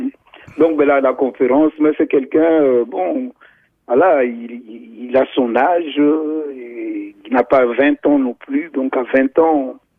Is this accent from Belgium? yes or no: yes; Belgium; je suis belge d'origine congolaise